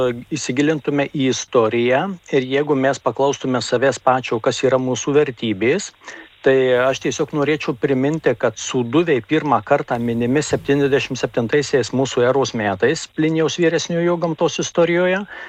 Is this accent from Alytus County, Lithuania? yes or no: no; Marijampolė, Marijampolė County, Lithuania; Mes esam lietuviai suduviai ir dar jeigu patikslint Marijampolietis esu